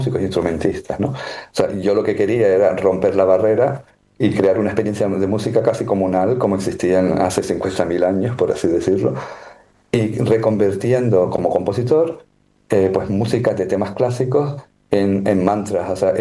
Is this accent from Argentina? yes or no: no; Canary Islands, Spain; moved away; also born or lived in London; yo volví hace 5 años, soy un canario retornado